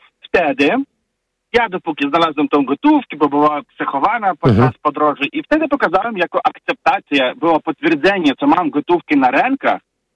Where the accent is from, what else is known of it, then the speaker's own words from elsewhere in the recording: Ukraine; Polish is a second language; now in Poland; Teraz ja jestem pochodzenia z Ukrainy.